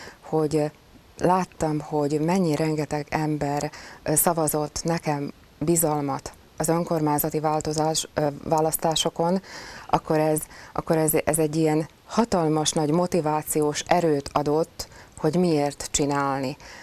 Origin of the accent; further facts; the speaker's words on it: Kicsind, Nitra Region, Slovakia; also born or lived in Nové Zámky (Érsekújvár) / Štúrovo (Párkány) / Czech Republic; ebedi születésű, szintén Párkány mellett található község. 5 éves koromban kerültem tulajdonképpen Kicsindre, ugyanis akkor költöztünk át anyai nagymamámhoz. És tehát 5 éves koromtól Kicsinden élek.